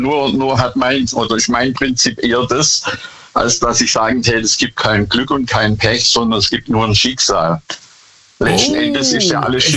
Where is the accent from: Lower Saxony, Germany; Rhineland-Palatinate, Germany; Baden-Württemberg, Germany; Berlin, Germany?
Baden-Württemberg, Germany; Bad Boll; ich komme aus Bad Boll.